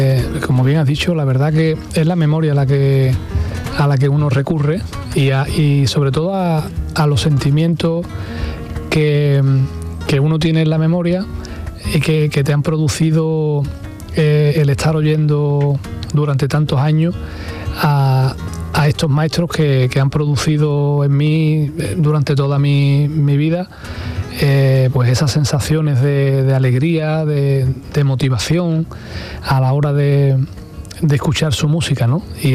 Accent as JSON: {"language": "Spanish", "town": "Santa Bárbara de Casa", "region": "Andalusia", "country": "Spain", "tie": "born or raised there", "moved": "as an adult", "lives_now": "Seville, Spain", "said": "en Sevilla desde que tengo 20 años, pero en pandemia me fui a vivir a mi pueblo. Yo soy de Santa Bárbara de Casa, del Andévalo, de Huelva, y allí viví 2 años, el transcurso de la pandemia"}